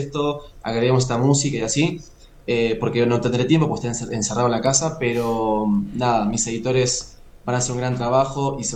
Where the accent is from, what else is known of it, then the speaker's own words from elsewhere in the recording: Uruguay; moved away as an adult; now in Mexico City, Mexico; Empecé en Uruguay, yo soy uruguayo.